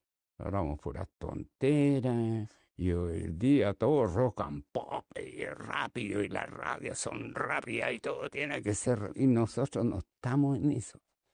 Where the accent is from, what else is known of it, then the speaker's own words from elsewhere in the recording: Chile; now in Santiago, Chile; nosotros somos urbanos, que somos de Santiago, aunque venimos, yo por lo menos vengo de provincia o de región ahora.